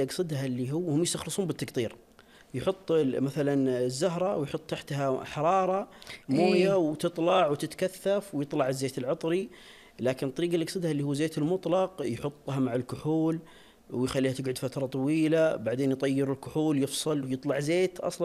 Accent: Najd, Saudi Arabia; انتشر الخزامة عندنا في نجد

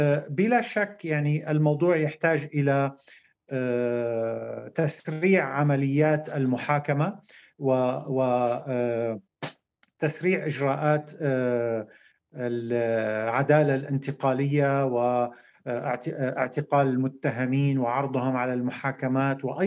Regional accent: Syria; ولكن فيما يخص بلدنا سوريا

